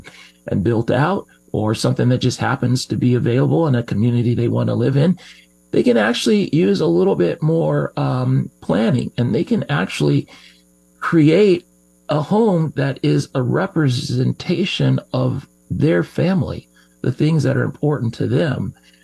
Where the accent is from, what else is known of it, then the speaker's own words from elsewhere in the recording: Seattle, Washington, United States; I could tell you that I grew up here in the Seattle area, and pretty much all my life